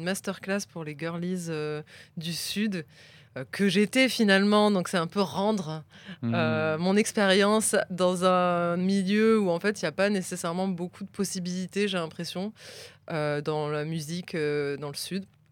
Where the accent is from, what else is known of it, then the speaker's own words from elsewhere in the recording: south of France, France; Je suis du Sud. Je viens du Sud, ouais.